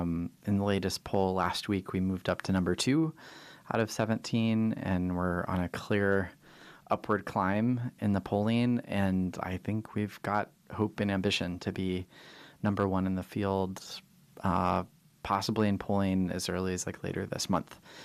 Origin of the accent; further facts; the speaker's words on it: Sitka, Alaska, United States; growing up in Alaska, and especially a small town in Alaska like Sitka. And you know, more broadly, Southeast Alaska, you know, Sitka's one of the three bigger cities, as it were, in Southeast Alaska.